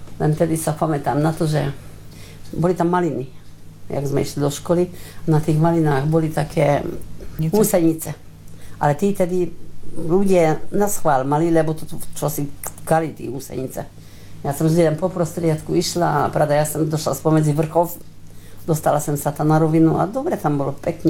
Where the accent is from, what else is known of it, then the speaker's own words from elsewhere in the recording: Pilisszentkereszt, Pest, Hungary; my sme boli z Mlinkov